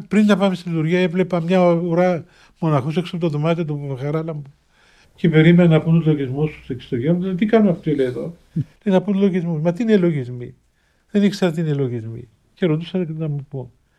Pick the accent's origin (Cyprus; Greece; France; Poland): Cyprus; από πού είσαι, λέω από την Κύπρο γέροντα. Α, από την Κύπρο, λέει. Λέω, ναι, από την Κύπρο.